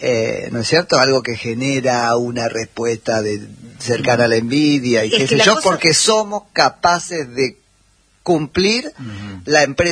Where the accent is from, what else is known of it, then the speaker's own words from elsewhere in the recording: Argentina; Por ahí estoy siendo argentino en la manera de analizarlo.